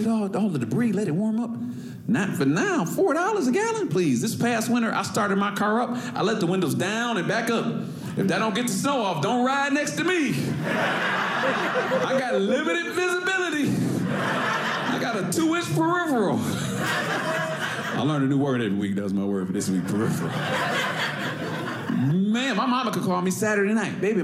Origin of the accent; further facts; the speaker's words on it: Detroit, Michigan, United States; I'm from Michigan, Detroit. In the wintertime, it gets cold.